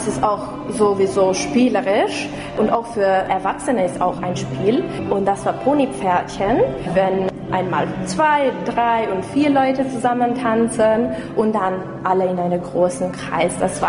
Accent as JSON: {"language": "German", "town": "Szentgotthárd", "region": "Vas", "country": "Hungary", "moved": "as an adult", "lives_now": "Budapest, Hungary", "said": "ich komme nämlich aus St. Gotthard. Und da gibt es auch schwäbische Minderheit, also Ungarndeutsche und auch Wendt-Leute, die eine Art von Slowenisch sprechen. Also Nationalitäten sind da so gemischt"}